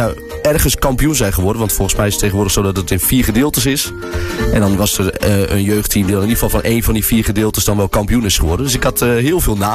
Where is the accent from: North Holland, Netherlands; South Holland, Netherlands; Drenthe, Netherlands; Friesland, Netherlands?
Drenthe, Netherlands; Nieuw-Amsterdam; Ik kom natuurlijk uit Nieuw-Amsterdam